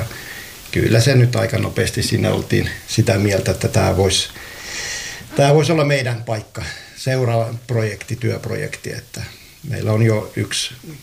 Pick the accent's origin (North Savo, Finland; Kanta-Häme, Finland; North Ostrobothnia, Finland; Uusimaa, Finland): North Savo, Finland; Varkaus; now in Lahti, Finland; kun mä oon itse Savosta kotosi. Ja, että nyt vähän päästään lähemmäksi, kun asutaan Lahdessa, niin päästään vähän lähemmäksi Savotaa sitten, että Varkaudesta kotosi.